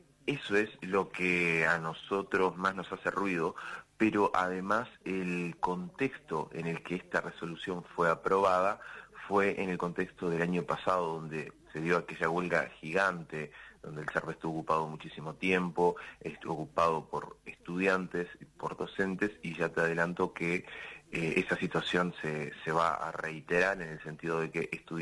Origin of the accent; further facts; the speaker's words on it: Tacuarembó, Uruguay; now in Rivera, Uruguay; soy de Tacuarembó y, bueno, también nos afecta a los que somos hijos adoptivos de Rivera.